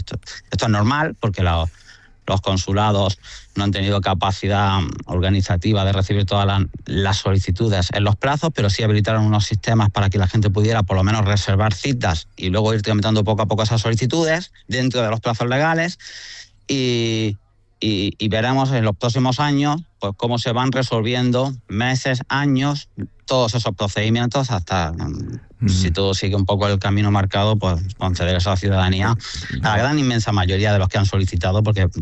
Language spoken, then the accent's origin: Spanish; Spain